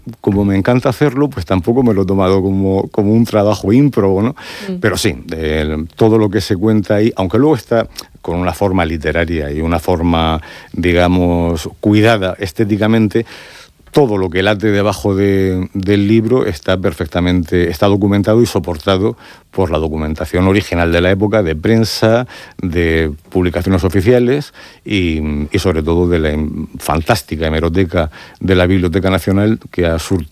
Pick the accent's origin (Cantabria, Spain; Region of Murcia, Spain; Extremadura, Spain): Region of Murcia, Spain; Murcia; moved away; cuando paseamos por las calles de nuestra Murcia